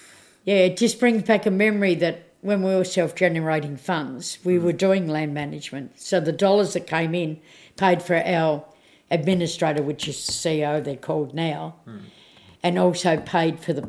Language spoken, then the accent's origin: English; Tasmania, Australia; See, where I come from, where I was born and brought up in Tassie, we have Maningenna Day every the first Saturday of every of December, and a lot of us here on the mainland go home for that.